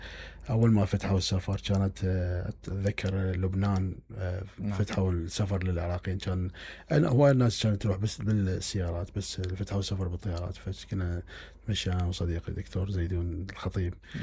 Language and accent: Arabic; Iraq; أنه مستحيل أنه تحول كليات الفنون عندنا بالعراق أنه تحولها إلى مؤسسات أكاديمية